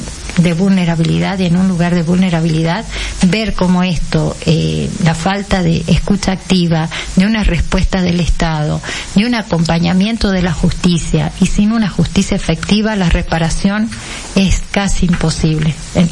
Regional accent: Argentina

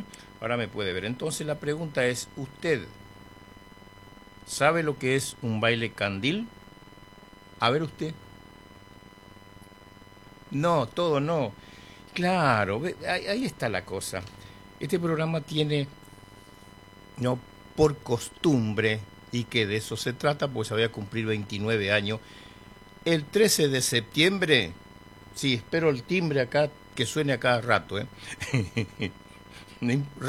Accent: Chaco, Argentina; born there; moved away; also born or lived in Buenos Aires; los saluditos a mi pueblo, presidencia

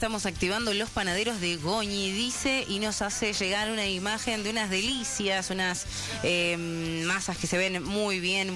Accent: Montevideo, Uruguay; Yo por lo menos soy de Montevideo.

